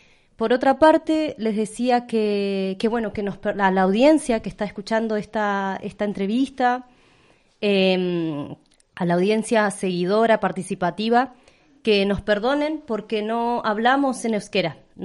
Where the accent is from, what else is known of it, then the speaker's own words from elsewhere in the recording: Argentina; Les decía que … soy del pueblo mapuche, vengo de Puel Mapu, de Argentina.